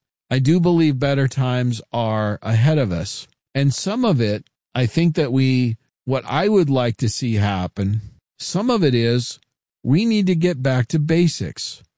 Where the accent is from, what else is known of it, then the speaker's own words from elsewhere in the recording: United States; born there; I'm first-generation American. … I was born here in the United States. My dad escaped from Hungary in 1956.